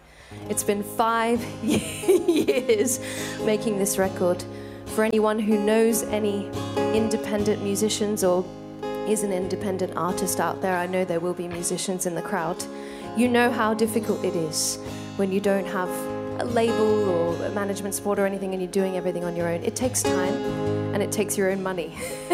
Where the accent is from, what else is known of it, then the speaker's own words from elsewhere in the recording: Australia; moved away; Where am I from? Australia. Yeah, I am. I'm a long way from home.